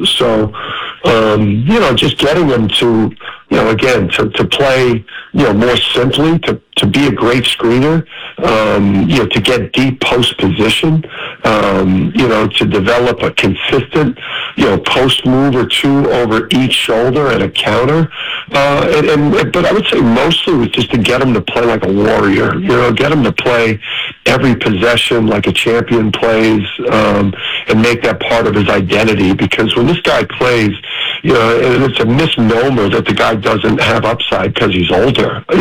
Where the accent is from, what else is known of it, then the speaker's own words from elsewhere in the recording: New Jersey, United States; I'm a hoops junkie, and I'm from Jersey.